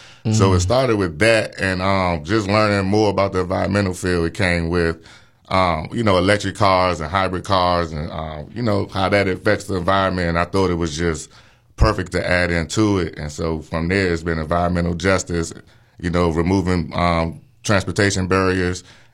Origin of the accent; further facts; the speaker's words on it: Washington, District of Columbia, United States; I'm from D.C.